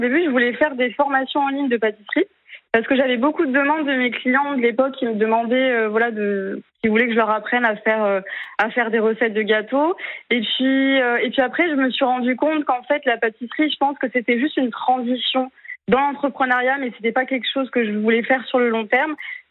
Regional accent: Saint-Pierre, Réunion; moved away as an adult; also born or lived in Toulouse; now in Montpellier, France; moi je suis née à Toulouse, mais par contre j'ai grandi 20 ans à La Réunion.

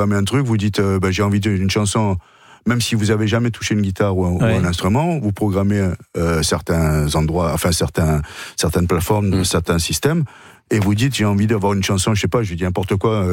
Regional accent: Marseille, Provence-Alpes-Côte d'Azur, France; J'ai grandi à Marseille.

